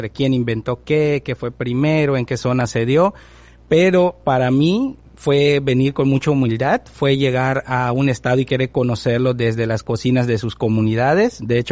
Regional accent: Mérida, Yucatán, Mexico; moved away as an adult; now in Campeche, Mexico; Yo como yucateco, nacido, crecido en Mérida, Yucatán, cuando me llega la oportunidad de venir a este maravilloso estado

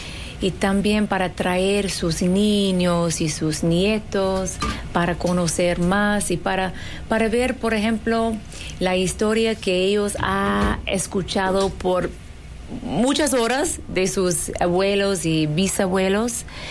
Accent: Palestine; Spanish is a second language; now in Mexico; hay otra cara de Palestina, de quién somos como pueblo

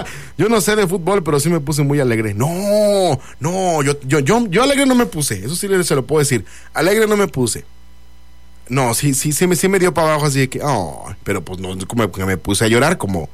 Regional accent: Mexico; somos mexicanos

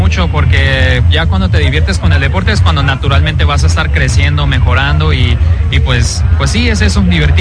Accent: Querétaro, Mexico; pues vengo de Querétaro para este Best Trick

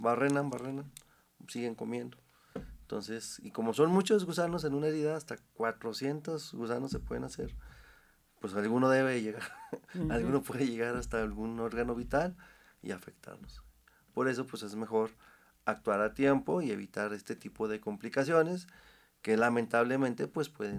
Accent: Mexico

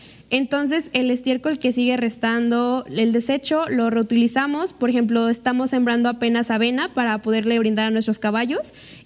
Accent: Las Vigas de Ramírez, Veracruz, Mexico; siempre que me preguntan de dónde eres, siempre digo que Las Vigas orgullosamente.

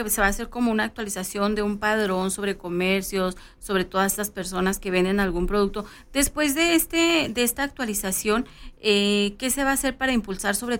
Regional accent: Mexico; nosotros como buenos mexicanos

